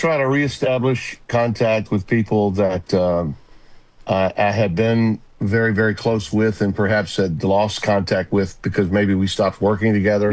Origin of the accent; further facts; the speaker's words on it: Louisiana, United States; people within my home state